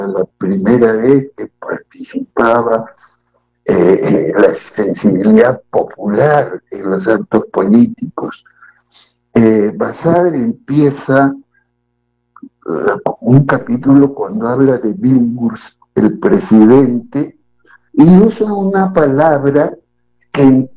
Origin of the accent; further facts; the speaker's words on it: Lima, Peru; also born or lived in Tacna; yo, a Dios gracias, nací en Tacna, pero muy bien me llevaron a Lima. Y cuando regresé a Tacna, a los 20 y tantos años